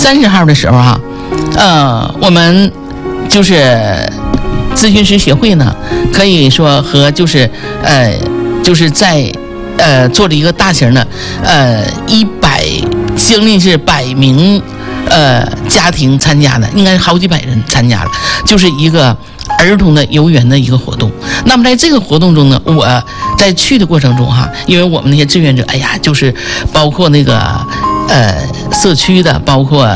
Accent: Northeast China, China; accent: Northeastern Mandarin; 可以说真的，这都是我们东北话，我不知道南方听懂听不懂哈。

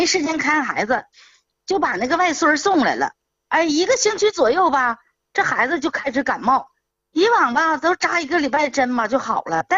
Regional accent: Shenyang, Liaoning, China; 哎，易老师你好。我家是沈阳的，然后吧，你说这个平台的电话一直都占线

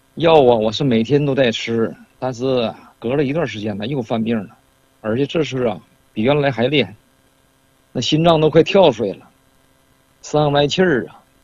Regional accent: Shenyang, Liaoning, China; 我是沈阳的。

